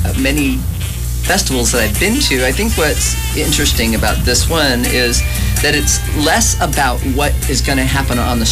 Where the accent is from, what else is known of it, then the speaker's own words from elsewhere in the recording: San Jose, California, United States; moved away; I'm not from Saratoga, but from my hometown of San Jose where I was born, Saratoga's pretty close to there